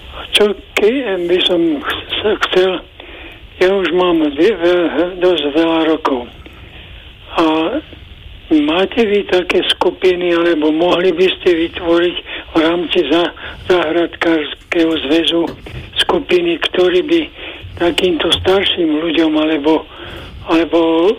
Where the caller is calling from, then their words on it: Malacky, Bratislava Region, Slovakia; ja volám od Malaciek.